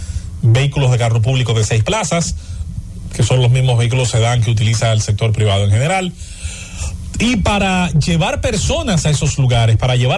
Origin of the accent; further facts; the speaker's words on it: Azua de Compostela, Azua, Dominican Republic; mi pueblo, en Aso de Compostela